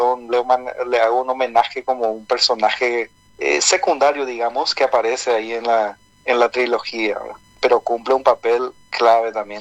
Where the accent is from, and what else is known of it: Paraguay